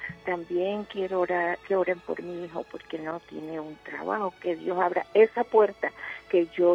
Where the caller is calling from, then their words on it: Chiriquí, Panama; Le hablo de Chiriquí.